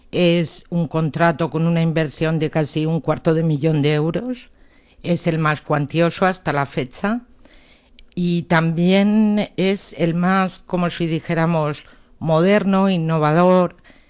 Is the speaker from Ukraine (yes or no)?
no; Rafal, Valencian Community, Spain